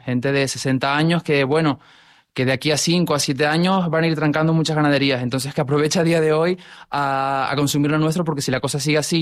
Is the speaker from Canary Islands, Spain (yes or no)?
yes; Canary Islands, Spain; Pues básicamente porque yo soy de La Palma y me encanta lo que es el tema de apostar por lo nuestro.